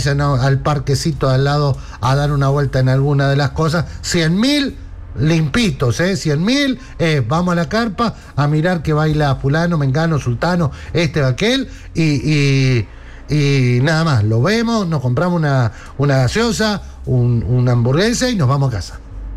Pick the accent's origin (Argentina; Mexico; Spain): Argentina; de los 50 millones casi que somos la Argentina